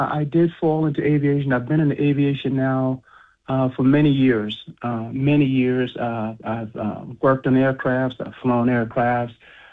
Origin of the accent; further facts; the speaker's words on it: Edisto Island, South Carolina, United States; I'm originally from Edisto Island and I went to Baptist Hill High School